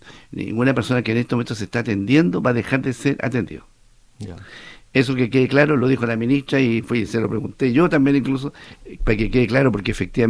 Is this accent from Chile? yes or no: yes; Chile; now in Osorno, Chile; yo tengo derecho como chileno de exigir lo mejor. Si en este momento hay una enfermedad que estoy aquí en Osorno